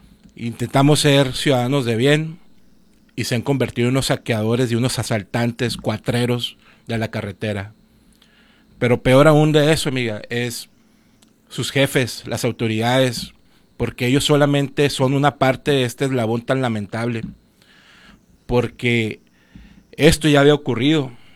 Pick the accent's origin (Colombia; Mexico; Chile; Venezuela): Mexico; a los que somos completamente mexicanos